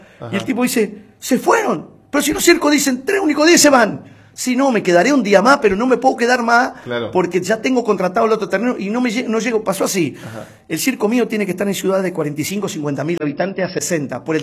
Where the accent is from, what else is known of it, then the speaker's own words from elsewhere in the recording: Santa Fe, Argentina; Entonces, mira, yo soy santafesino, mi papá cordobés, mi mamá entrerriana de La Paz y mi hermana correntina de la capital.